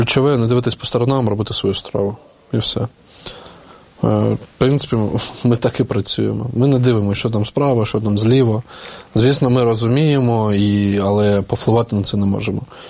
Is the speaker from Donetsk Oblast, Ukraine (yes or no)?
yes; Donetsk Oblast, Ukraine; moved away as an adult; also born or lived in Kharkiv; Після там 14-го року, подій там у Слов'янську, я просто виїхав з Донецької області, вже там продовжував жити в Харкові, ну і далі.